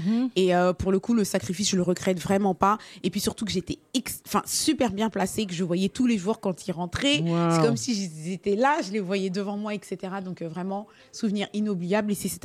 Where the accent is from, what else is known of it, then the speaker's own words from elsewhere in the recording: France; parce que sachant qu'en plus on vient de France, il fallait aller là-bas, un appartement, le billet